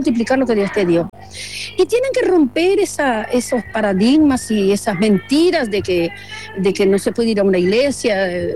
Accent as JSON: {"language": "Spanish", "country": "Uruguay", "said": "somos personas comunes como todo uruguayo"}